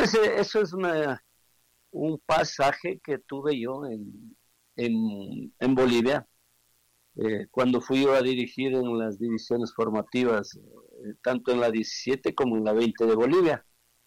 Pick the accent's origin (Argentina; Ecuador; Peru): Ecuador; Hemos mejorado muchísimo como fútbol ecuatoriano